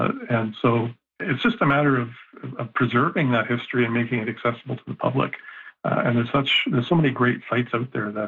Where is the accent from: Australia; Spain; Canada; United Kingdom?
Canada; Kane, Manitoba; moved away as an adult; now in Morden, Canada; I grew up in the area. I grew up in a small town called Kane, which is about half hour northeast of here.